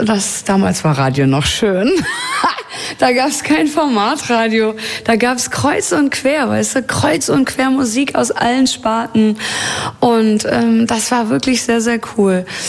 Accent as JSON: {"language": "German", "town": "Hagen", "region": "North Rhine-Westphalia", "country": "Germany", "tie": "born or raised there", "said": "Und zwar war das in meiner Heimatstadt in Hagen in einem Jugendheim."}